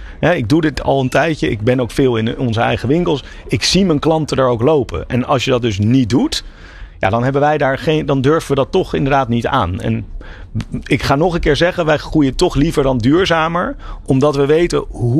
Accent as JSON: {"language": "Dutch", "town": "Amsterdam", "region": "North Holland", "country": "Netherlands", "said": "En dat is natuurlijk voor ons makkelijker omdat we uit Amsterdam komen."}